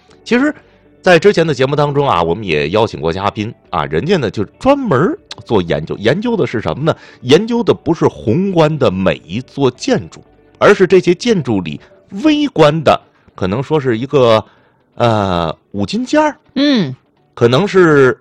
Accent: Tianjin, China

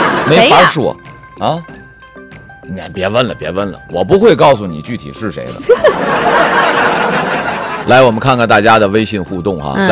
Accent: Tianjin, China; 咱们作为天津人，只要您开的车牌是金打头

